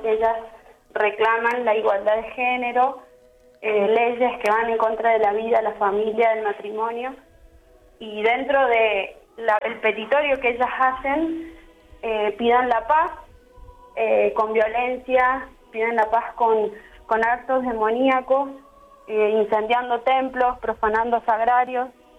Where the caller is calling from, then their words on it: San Luis, Argentina; Hablo de Argentina.